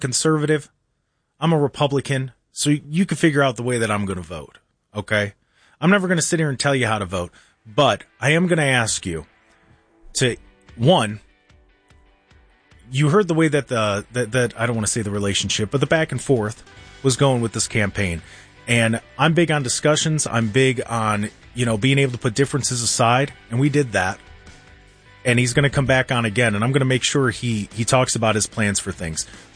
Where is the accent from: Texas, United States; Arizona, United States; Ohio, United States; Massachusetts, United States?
Ohio, United States; We're all from Ohio for the most part